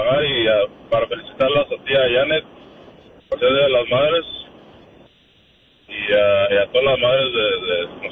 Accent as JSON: {"language": "Spanish", "region": "Michoacán", "country": "Mexico", "said": "Ya, y saludos también a todos los maristas también de mi tierra, de Michoacán."}